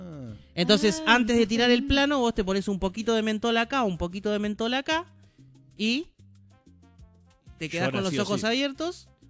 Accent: La Plata, Buenos Aires Province, Argentina; Yo soy de La Plata

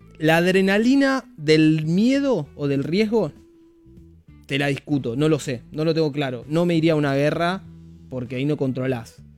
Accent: Argentina; Yo dije, che, me van a tratar mal porque soy argentino.

